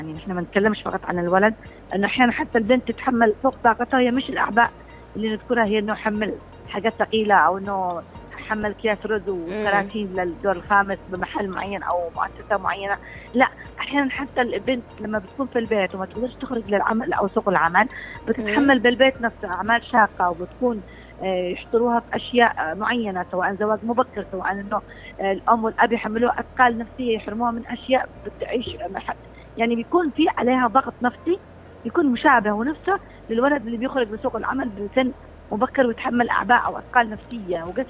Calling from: Yemen; الطفل عندنا في اليمن

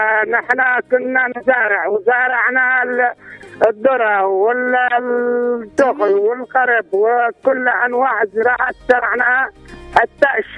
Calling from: Al Dhale, Yemen

